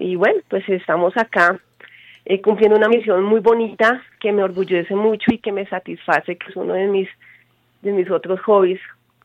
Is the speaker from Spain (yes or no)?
no; Colombia; lo que somos colombianos, emprendedores, colaboradores